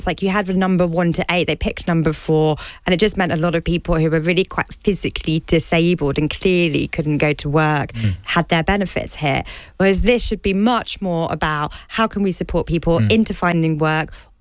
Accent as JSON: {"language": "English", "country": "United Kingdom", "said": "Well, I guess as British, like in Britain"}